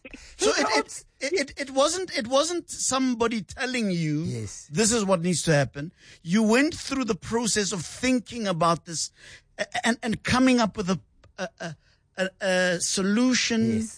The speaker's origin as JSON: {"language": "English", "town": "Pretoria", "region": "Gauteng", "country": "South Africa", "said": "Then we say, no, I'm from Pitori."}